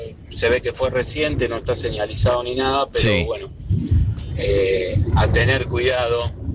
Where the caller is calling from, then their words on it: Lanús, Buenos Aires Province, Argentina; de Lanús.